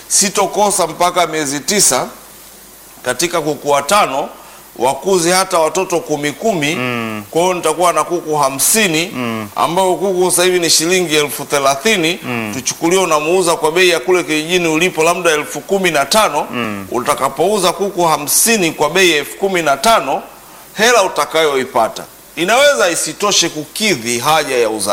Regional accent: Sukumaland, Tanzania; kwa namna ya watoto kula na kuishi kwetu Sukumani

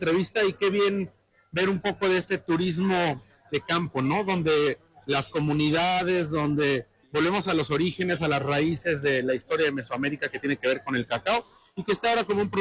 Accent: Mexico; nosotros como mexicanos

